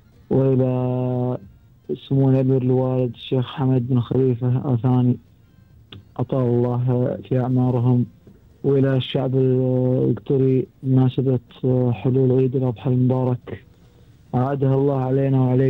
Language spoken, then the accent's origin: Arabic; Doha, Qatar; عندنا في الدوحة